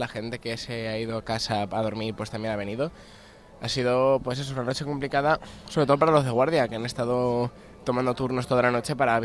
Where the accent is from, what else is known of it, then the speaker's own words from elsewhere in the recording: Valencian Community, Spain; aquí la inmensa mayoría somos valencianos